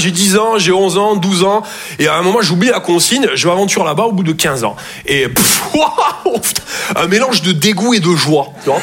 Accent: Toulouse, Occitanie, France; Je viens de Toulouse à la base. Ouais, ça s'entend un peu. Ouais. Bah, mon accent, c'est vraiment comme mon sexe.

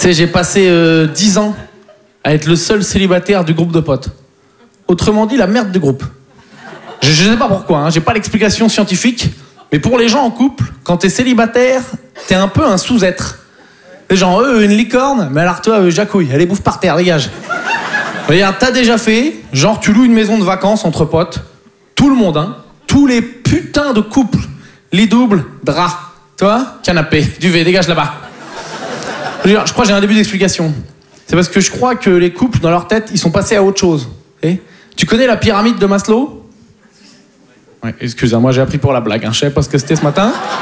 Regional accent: Poitiers, Nouvelle-Aquitaine, France; Mais bon, en plus, je viens de Poitiers, donc il faut s'occuper. Hein. Tu peux pas aller au Futuroscope 5 fois par semaine, quoi.

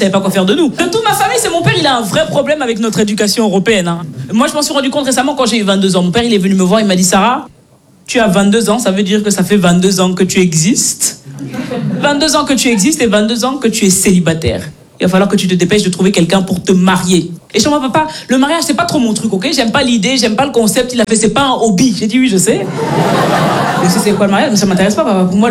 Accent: Belgium; born or raised there

